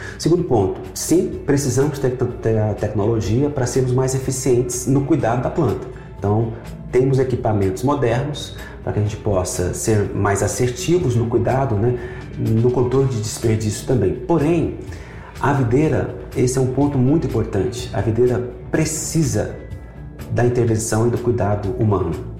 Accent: Catalão, Goiás, Brazil; born there; moved away as an adult; now in Brasília, Brazil; Eu nasci em Catalão, Goiás.

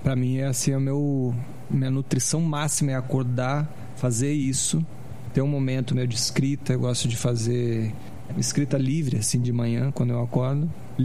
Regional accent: Rio Grande do Sul, Brazil; also born or lived in Brasília; É. Eu sinto que o gauchês está em mim mais predominantemente do que qualquer coisa, né? Por conta de eu ter sido criado lá, minha família toda lá, né?

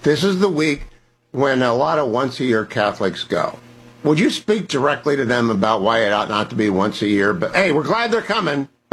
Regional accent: Ohio, United States; Well, I am too. I'm from Ohio

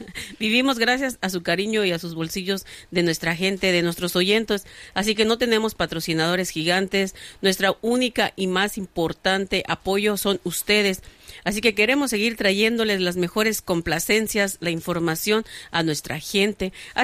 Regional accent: State of Mexico, Mexico; now in United States; estoy criada más... criada en el Estado de México, pero la mayor parte de mi vida aquí en Estados Unidos.

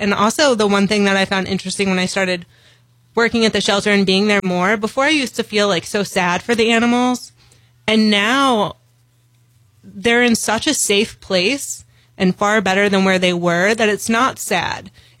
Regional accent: Illinois, United States; moved away as an adult; now in Palm Coast, United States; Growing up, I grew up in Illinois, and I spent a lot of time in the forest

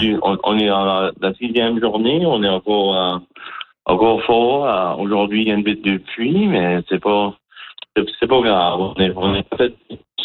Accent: Chéticamp, Nova Scotia, Canada; J'étais né, j'ai grandi ici à Chiticahama, puis j'ai beaucoup d'amis de Pleasant Bay et de Magré.

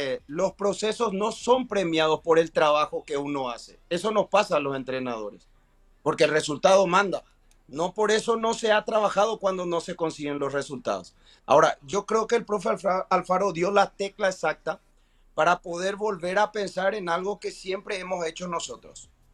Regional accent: Paraguay

